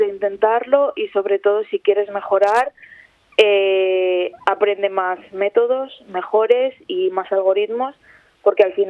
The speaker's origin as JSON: {"language": "Spanish", "town": "Salamanca", "region": "Castile and León", "country": "Spain", "said": "Soy de Salamanca."}